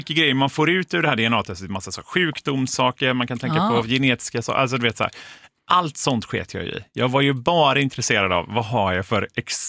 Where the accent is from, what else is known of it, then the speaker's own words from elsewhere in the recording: Sweden; jag är väldigt tydligt svensk. Alltså det syns på mig.